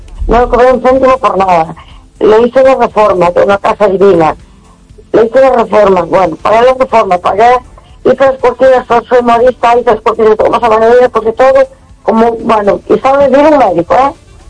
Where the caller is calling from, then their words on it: A Coruña, Galicia, Spain; de Coruña.